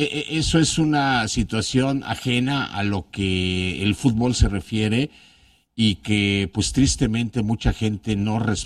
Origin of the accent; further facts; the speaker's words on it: Mexico; nos una como mexicanos